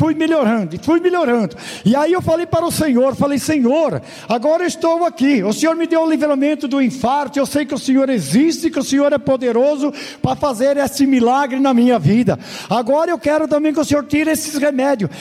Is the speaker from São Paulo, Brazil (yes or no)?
yes; Jundiaí, São Paulo, Brazil; Eu sou lá da cidade de Jundiaí.